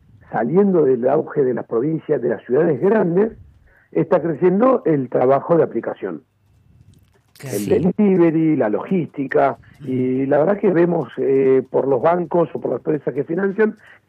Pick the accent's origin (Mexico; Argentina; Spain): Argentina; Somos argentinos